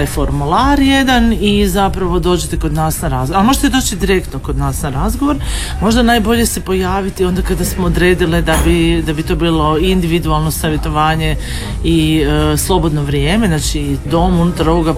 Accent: Zagreb, City of Zagreb, Croatia; Mi smo iz Novog Zagreba

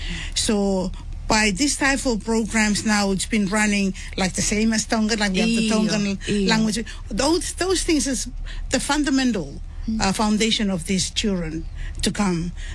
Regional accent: Mafilau, Vanuatu; And I was born and raised in Vanuatu, in a little village called Mafilau, and the highlands called Hepi.

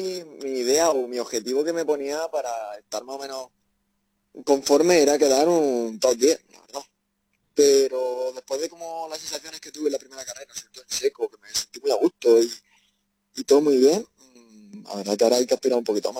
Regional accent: Beas de Segura, Andalusia, Spain; del ayuntamiento de mi pueblo, de Beas de Segura

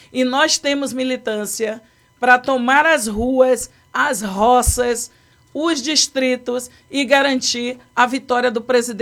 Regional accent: Nazaré, Bahia, Brazil; Eu cresci em Nazaré das Farinhas, no Recôncavo Baiano. Eu vivi até... Eu fui para o trabalho com 9 anos de idade.

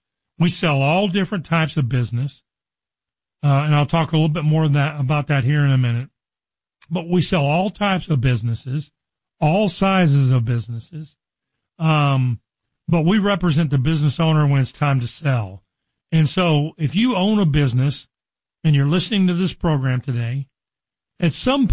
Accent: Richardson, Texas, United States; born or raised there

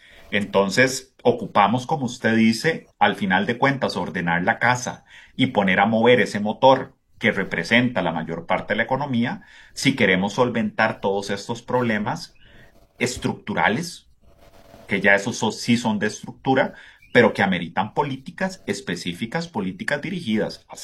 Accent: Costa Rica

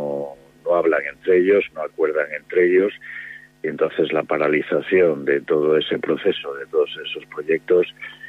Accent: Spain

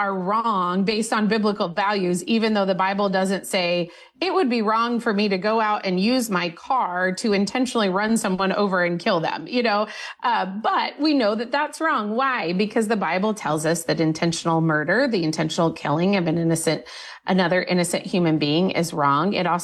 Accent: Indiana, United States; states like my home state of Indiana

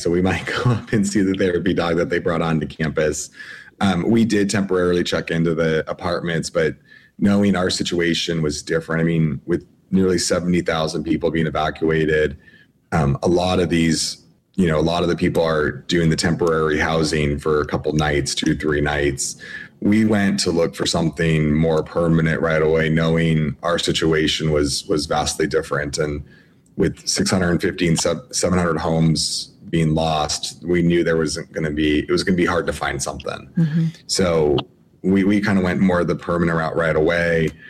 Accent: Washington, United States; Annie grew up in California. I grew up in Washington. So the West Coast is our home.

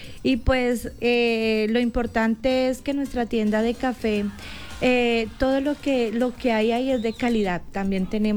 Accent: Palermo, Huila, Colombia

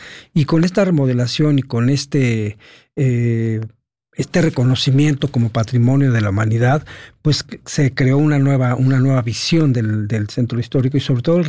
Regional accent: Mexico City, Mexico; cómo concibo la Ciudad de México, porque yo nací en el centro, fui bautizado ahí en Catedral, nací en Regina, viví en San Juan de Letrán, así toda mi vida la he vivido ahí

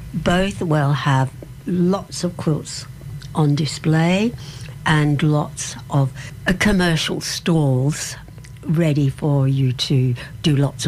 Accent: Neutral Bay, New South Wales, Australia; I come from Neutral Bay.

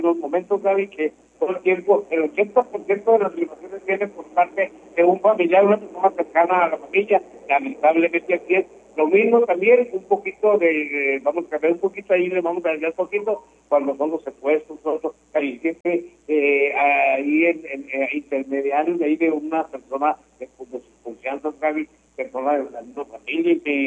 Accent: Indé, Durango, Mexico; born there; Sí, nací en Indé, Durango.

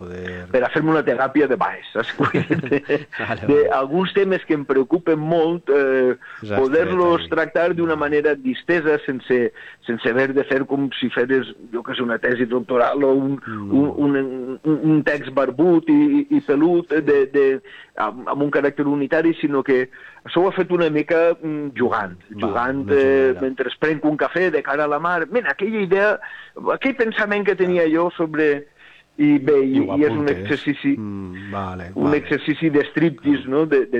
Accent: Altea, Valencian Community, Spain; que mon pare és d'Altea, jo soc d'Altea, m'he criat així, però ma mare era del Coll, no?

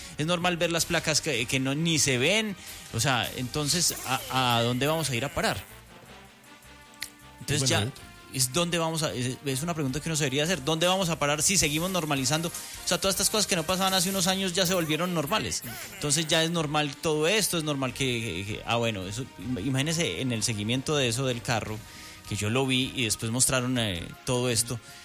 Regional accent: Colombia; Nosotros somos muy buenos como colombianos

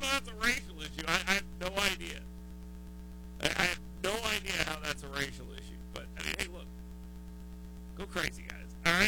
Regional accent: Florida, United States; I'm a Gator. I'm from Florida.

